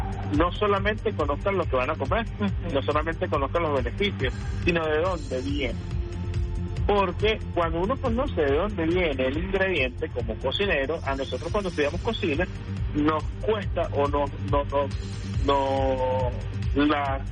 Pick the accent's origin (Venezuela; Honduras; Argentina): Venezuela; los venezolanos somos sumamente hermanados